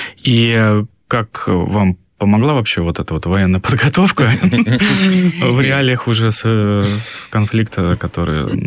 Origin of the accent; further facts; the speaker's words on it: Russia; Франсуа, вы сейчас сказали очень интересную вещь для нас, для русских людей.